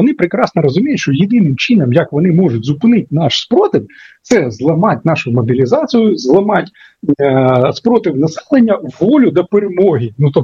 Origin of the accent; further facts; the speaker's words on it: Sumy, Sumy Oblast, Ukraine; моє рідне місто Суми